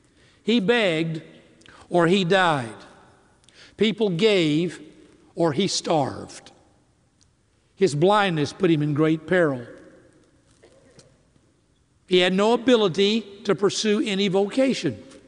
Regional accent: Greensboro, North Carolina, United States; I'm from Greensboro, North Carolina, so give me this liberty with this statement.

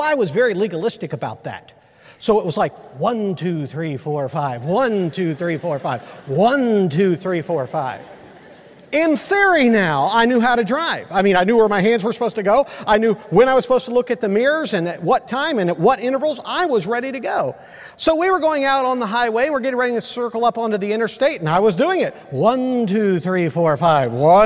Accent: Ohio, United States; when I was growing up in Ohio

